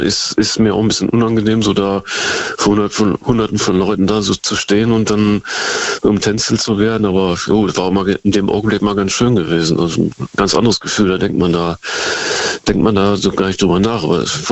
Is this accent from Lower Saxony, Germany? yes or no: yes; Osnabrück, Lower Saxony, Germany; Das war nur, wo ich in Osnabrück, meine Heimatstadt, gewohnt hatte, bei meinem Vater, der hat da noch gelebt.